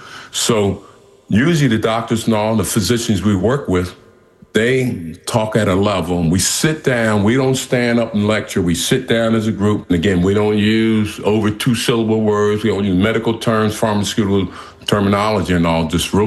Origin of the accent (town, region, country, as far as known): Camden, New Jersey, United States